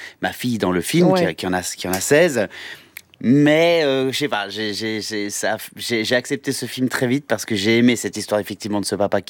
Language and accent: French; Réunion, France; puisque moi aussi je suis réunionnais, et grâce au mon père travaillait pour une compagnie aérienne, il travaillait pour Air France à La Réunion